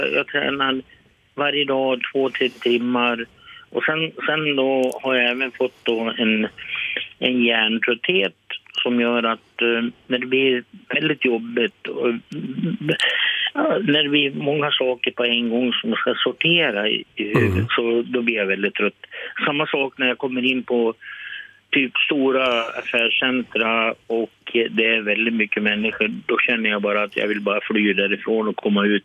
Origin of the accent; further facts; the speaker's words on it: Vilhelmina, Västerbotten County, Sweden; Jag är västerbottning. Jag kommer från Vilhelmina.